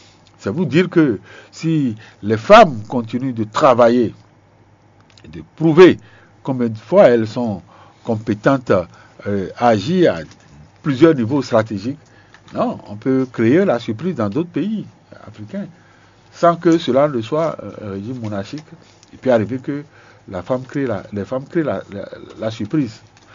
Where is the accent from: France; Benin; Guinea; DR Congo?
Benin